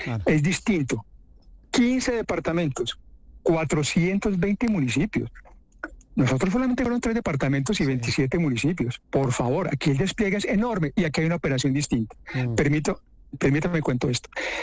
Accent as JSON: {"language": "Spanish", "town": "Armenia", "region": "Quindío", "country": "Colombia", "said": "Yo acabo de llegar de mi tierra, yo soy de Armenia, sí."}